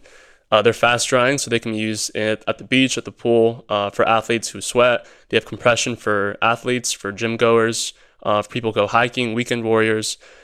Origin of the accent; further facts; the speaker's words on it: Sacramento, California, United States; I'm from Sacramento, California